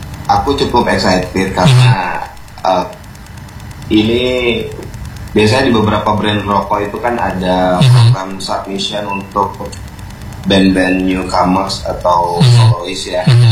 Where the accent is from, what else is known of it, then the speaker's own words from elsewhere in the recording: Jambi, Indonesia; kebetulan aku dari Jambi aja sebenarnya.